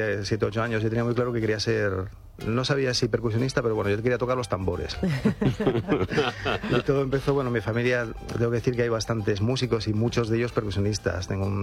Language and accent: Spanish; Avilés, Asturias, Spain; En Avilés, que yo soy de Avilés, y en esa ciudad se festeja mucho la Semana Santa, y era algo que me llamaba mucho la atención.